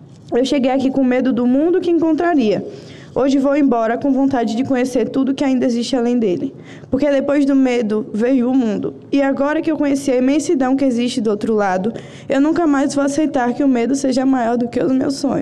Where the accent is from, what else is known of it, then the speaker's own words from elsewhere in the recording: Bahia, Brazil; Representar a Bahia foi lembrar todos os dias de onde eu vim